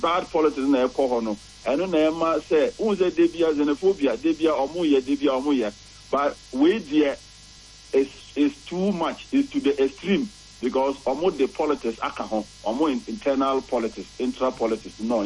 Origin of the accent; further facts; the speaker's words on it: Ghana; And I'm from Ghana for.